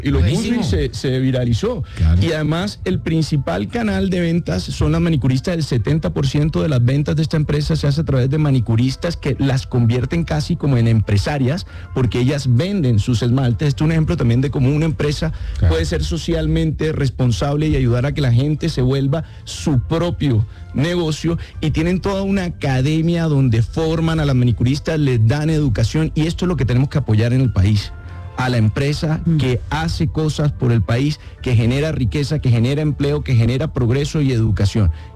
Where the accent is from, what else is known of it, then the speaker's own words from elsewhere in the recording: Colombia; Yo creo que deberíamos sentirnos como colombianos orgullosos de que existan empresas así en el país